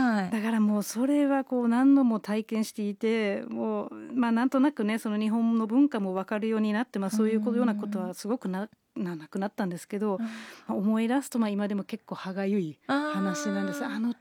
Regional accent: Germany; Japanese is a second language; now in Japan; それがめちゃくちゃ理不尽だなとドイツ人としては未だに思っていて

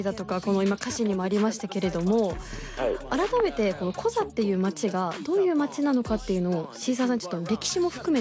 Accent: Miyazaki, Japan; 私あの出身宮崎なんですが

